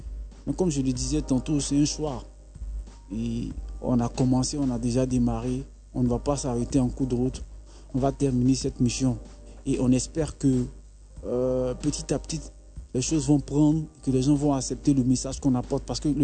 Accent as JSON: {"language": "French", "town": "Bobo-Dioulasso", "region": "Hauts-Bassins", "country": "Burkina Faso", "tie": "born or raised there", "also_born_or_lived": "Yopougon, Abidjan, Côte d'Ivoire", "said": "moi, je suis né à Poy, à Yopougon, j'ai grandi à Bobo"}